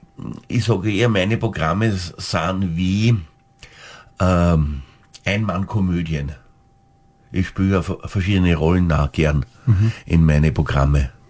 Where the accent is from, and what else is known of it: St. Pölten, Lower Austria, Austria; born or raised there